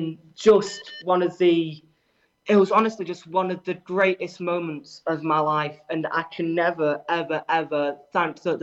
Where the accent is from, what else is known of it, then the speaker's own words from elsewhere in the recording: Manchester, North West England, United Kingdom; I'm from Manchester, but I went to London, which is like a 6-hour drive to see him.